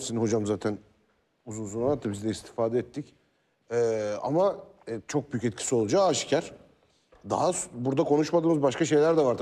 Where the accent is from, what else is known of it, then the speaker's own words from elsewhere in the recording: Kadıköy, Istanbul, Turkey; Kadıköy'de doğdum, büyüdüm.